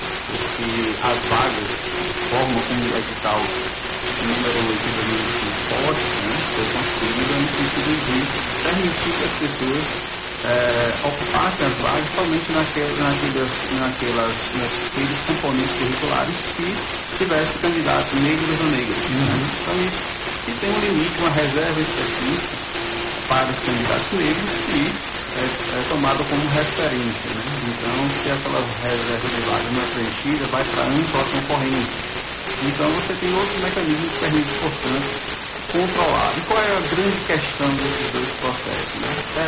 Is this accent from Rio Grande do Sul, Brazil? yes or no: no; Bahia, Brazil; eu sou da Bahia, né? Minha formação é lá na Universidade Federal da Bahia, né?